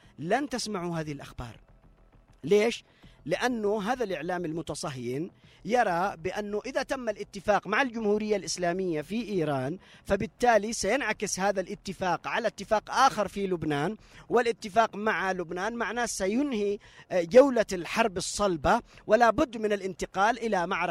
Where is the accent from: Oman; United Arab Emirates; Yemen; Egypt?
Yemen